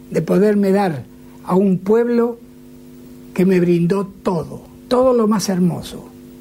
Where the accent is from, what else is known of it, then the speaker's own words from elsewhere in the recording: Argentina; pude conocer otros países tan, tan hermosos como este, pero no tan querido para mí como mi Argentina.